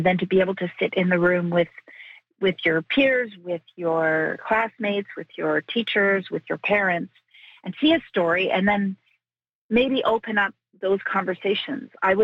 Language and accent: English; Winnipeg, Manitoba, Canada; I mean, I grew up in Winnipeg.